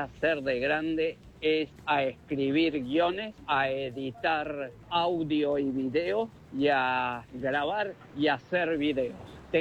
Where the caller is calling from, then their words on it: Buenos Aires, Argentina; de Balvanera.